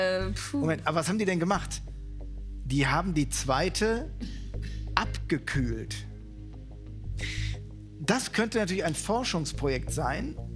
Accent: Rhineland, Germany; also als Rheinländer, der Fisch hier

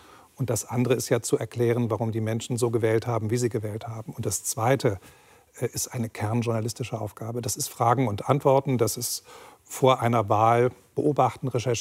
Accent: Solingen, North Rhine-Westphalia, Germany; born there; Aus meiner Geburtsstadt, ja.

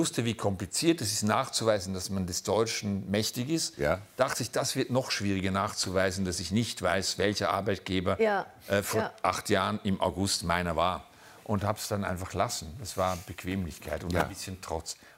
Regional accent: Switzerland; Ich sag's, es ist einem Schweizer verboten. Als Schweizer sagt man sowas nicht.

